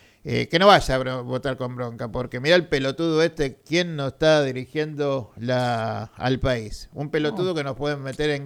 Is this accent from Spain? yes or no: no; Argentina